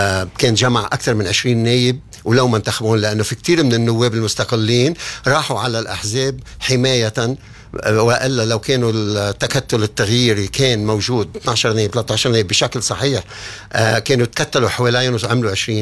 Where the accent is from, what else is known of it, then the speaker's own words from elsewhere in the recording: Lebanon; moved away; نحن كلبنانية